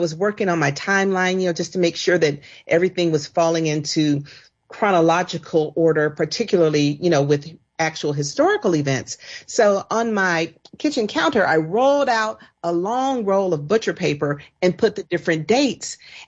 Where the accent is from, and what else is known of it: Southern United States, United States